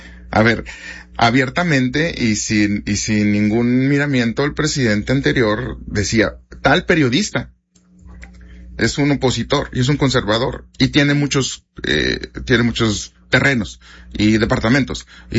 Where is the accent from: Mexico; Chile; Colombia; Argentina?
Mexico; Lo que nos costó como mexicanos